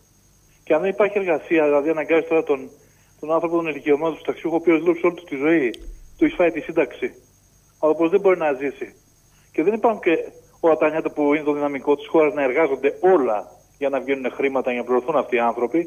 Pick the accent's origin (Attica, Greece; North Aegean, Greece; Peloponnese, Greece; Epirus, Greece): Attica, Greece; Piraeus; από Πειραιά